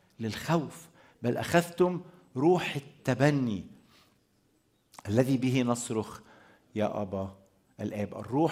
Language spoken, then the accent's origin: Arabic; Egypt